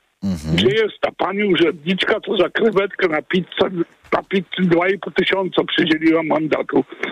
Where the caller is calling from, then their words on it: Krosno, Subcarpathian Voivodeship, Poland; Miasto Krosno na Podkarpaciu, prawie Bieszczady.